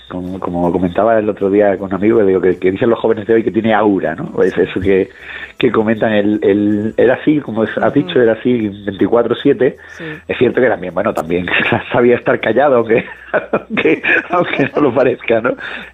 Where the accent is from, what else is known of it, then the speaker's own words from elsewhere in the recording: Cádiz, Andalusia, Spain; y yo además me crié en Cádiz